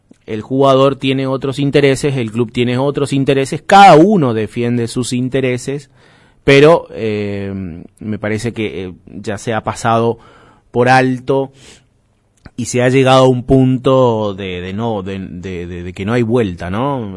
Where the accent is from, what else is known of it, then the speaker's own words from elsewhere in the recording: Argentina; siendo argentinos